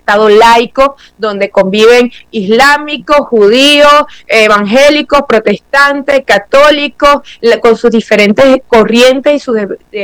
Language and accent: Spanish; Venezuela